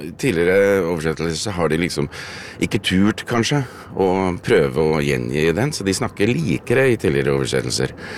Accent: Oslo, Norway; jeg vokste opp på Årvoll

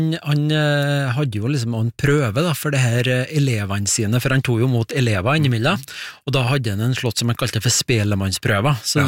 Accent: Trøndelag, Norway; accent: Trøndelag dialect; hvis jeg skal bruke min egen dialekt fra Trøndelag, altså vi sier kvovne, men vi sier kvomne.

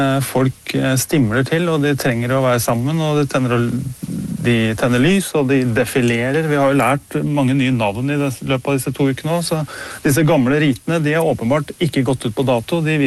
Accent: Innlandet, Norway; Lytterne vil kanskje høre at jeg kommer fra Mjøsområdet

